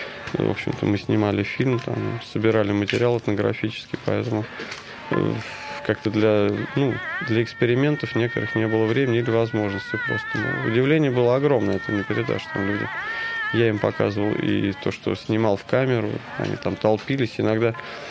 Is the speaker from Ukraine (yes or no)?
no; Russia; что я из России